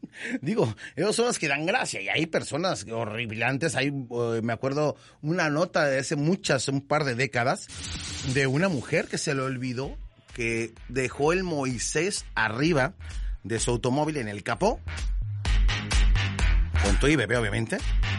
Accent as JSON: {"language": "Spanish", "country": "Mexico", "said": "mi México"}